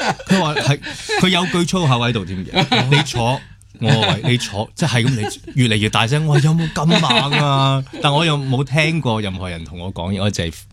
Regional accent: Canada; moved away; 加拿大出世，

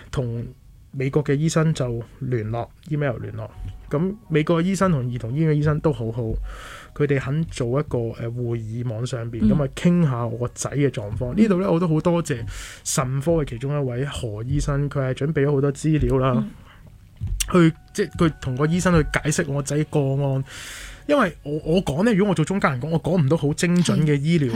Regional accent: Hong Kong; 我嚟自香港

